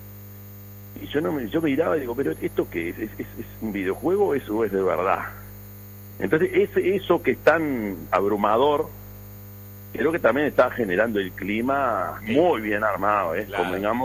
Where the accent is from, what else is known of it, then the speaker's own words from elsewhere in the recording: Uruguay; A nosotros nos llevó muchos años como uruguayos tomarle el gusto